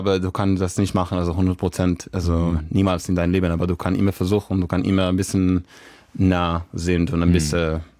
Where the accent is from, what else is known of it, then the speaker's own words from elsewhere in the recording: Israel; first language Hebrew; German is a second language; also einfach im Hebräisch, also meine Muttersprache.